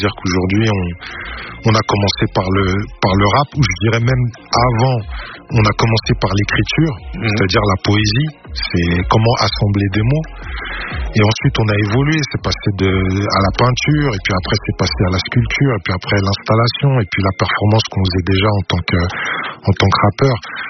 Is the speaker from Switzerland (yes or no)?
no; Aulnay-sous-Bois, Île-de-France, France; also born or lived in London; j'ai grandi dans un quartier, j'ai grandi à Aulnay-sous-Bois, aux Emmaüs. Donc, big up à l'endroit où j'ai grandi.